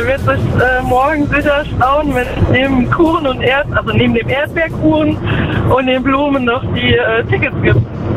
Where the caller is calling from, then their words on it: Schellweiler, Rhineland-Palatinate, Germany; Aus Schellweiler.